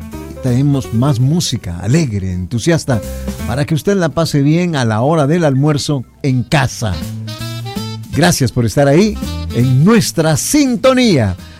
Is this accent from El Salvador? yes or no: yes; El Salvador